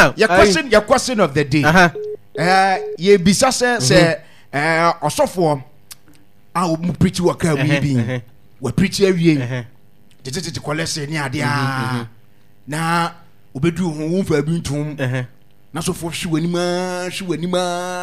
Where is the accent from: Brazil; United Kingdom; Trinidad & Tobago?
Trinidad & Tobago; I'm from Trinidad.